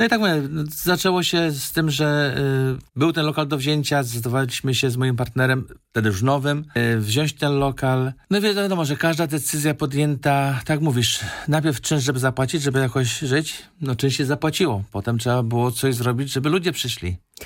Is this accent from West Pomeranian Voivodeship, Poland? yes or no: yes; Szczecin, West Pomeranian Voivodeship, Poland; now in Berlin, Germany